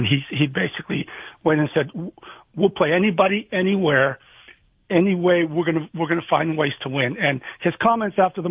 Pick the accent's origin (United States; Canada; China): Canada; Windsor, Ontario; I grew up in Windsor, and, back in the 70s, we had a team called Windsor Stars.